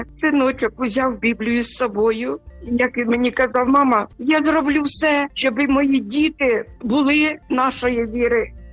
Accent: Sumy, Sumy Oblast, Ukraine; Це наш Максим, який зараз захищає наше рідне місто Суми.

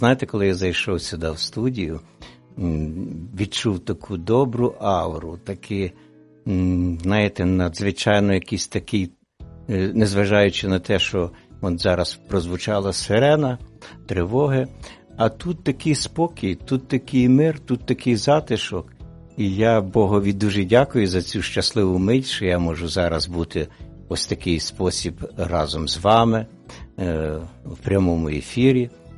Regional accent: Lviv Oblast, Ukraine; Я народився на Львівщині. Таке село є, і нас, я знаю, зараз слухають мої односельчани. Є таке село Масошин, це Жовківський район.

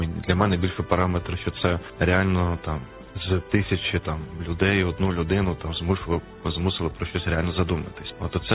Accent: Kyiv, Ukraine; born there; Я народився в Києві, тут і живу.

